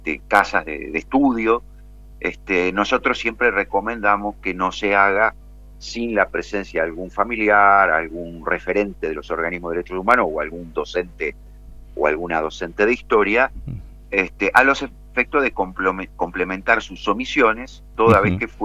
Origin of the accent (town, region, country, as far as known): Argentina